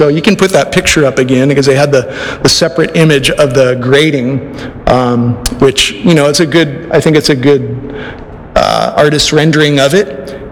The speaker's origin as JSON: {"language": "English", "area": "North Shore", "region": "Hawaii", "country": "United States", "tie": "born or raised there", "said": "growing up on the North Shore, I spent a lot of time actually on ranches out there. My parents' old friends lived on ranches in Mokulia area and stuff"}